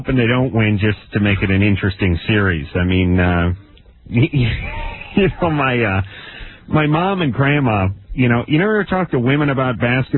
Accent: Los Angeles, California, United States; I was born and bred in Los Angeles

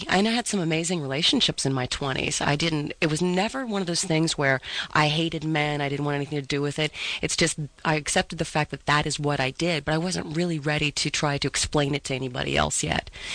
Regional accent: Steubenville, Ohio, United States; it deals with, just a lot of the issues and growing up in Steubenville and sort of a small-town girl and what happened and what drove me to the streets and why did I run away.

